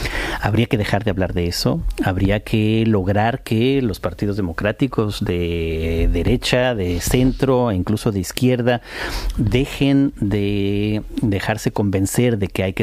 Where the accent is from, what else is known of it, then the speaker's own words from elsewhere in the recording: Spain; also born or lived in United States; Bueno, soy también español y no siempre me sentí en España, tengo que decirlo, absolutamente acogido